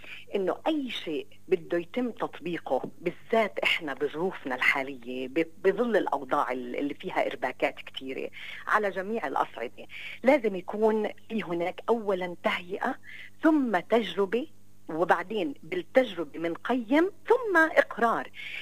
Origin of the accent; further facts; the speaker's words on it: Palestine; وضعنا كفلسطينيين